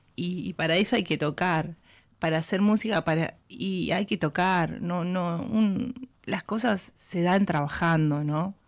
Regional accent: Tartagal, Salta, Argentina; En Salta. Yo crecí en Tartagal, en una ciudad muy pequeña en el norte, un pueblo en el norte de Salta

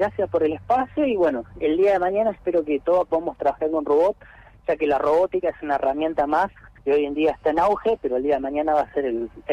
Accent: Trelew, Chubut, Argentina; yo soy de Trelew, como ahora obviamente es mucho más grande y demás

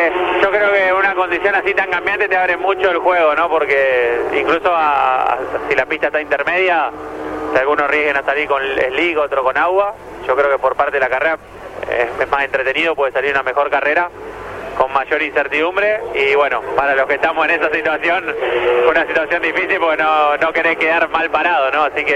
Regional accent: Argentina

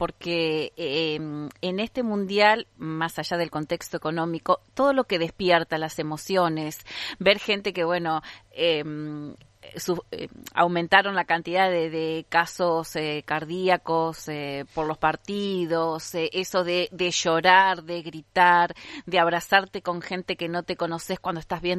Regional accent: Argentina

